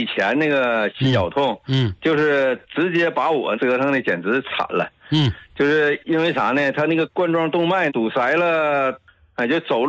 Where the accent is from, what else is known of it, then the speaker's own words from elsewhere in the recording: Shenyang, Liaoning, China; 今年我68，然后我是沈阳的